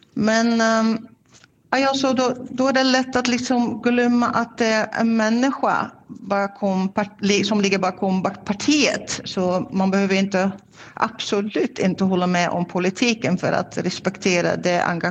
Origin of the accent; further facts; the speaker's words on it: Ireland; Swedish is a second language; now in Strömsund, Sweden; eftersom jag är inte svensk, jag flyttade hit från Irländerna för 10 år sedan.